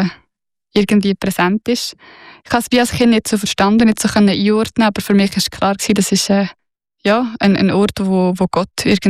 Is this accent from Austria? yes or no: no; Lucerne, Switzerland; ich bin auf dem Land im Kanton Luzern aufgewachsen, das ist dort wie gar keine Frage gewesen, das haben alle gemacht.